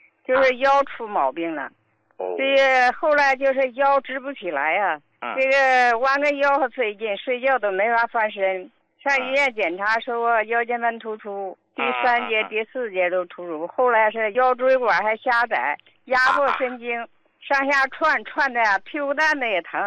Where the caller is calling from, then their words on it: Harbin, Heilongjiang, China; 我是哈尔滨的患者。